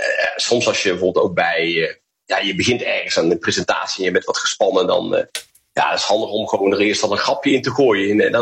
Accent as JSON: {"language": "Dutch", "region": "North Brabant", "country": "Netherlands", "tie": "born or raised there", "accent": "Brabant soft G", "moved": "yes", "lives_now": "Brazil", "said": "ik ben best wel vaak geïmiteerd vanwege mijn accent natuurlijk ook. Ik ben als Nederlander opgevoed en ik heb dus een harde R en een harde G. En ik ben Brabant, dus een beetje zachte G, maar toch nog redelijk hard voor een Braziliaan."}